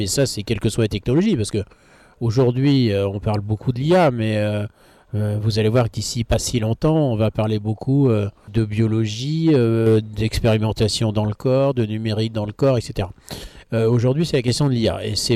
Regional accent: Brittany, France; je suis breton

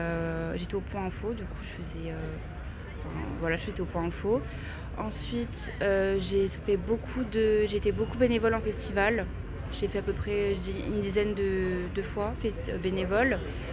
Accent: Toulouse, Occitanie, France; j'ai 27 ans, je suis de Toulouse et je suis agent d'accueil à l'espace presse.

